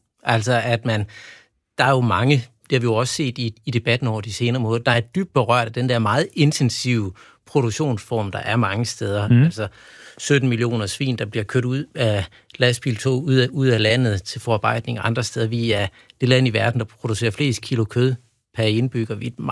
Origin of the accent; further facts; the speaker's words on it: Vejle, Region of Southern Denmark, Denmark; som jeg kommer fra Vejle